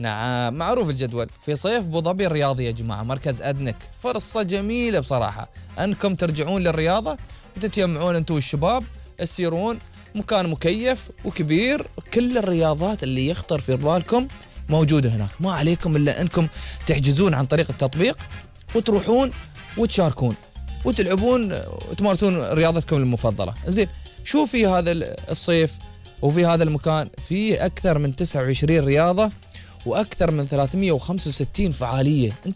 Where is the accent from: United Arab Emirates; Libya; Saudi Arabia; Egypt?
United Arab Emirates; عندنا في الإمارات